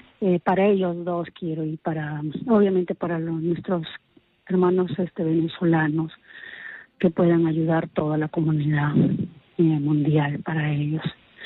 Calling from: Puerto Chicama, La Libertad, Peru; ahorita estoy llamando de Puerto Chicama

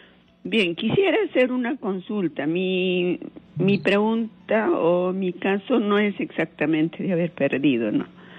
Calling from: Lima, Peru; Yo ahorita le estoy llamando de San Juan del Urigancho.

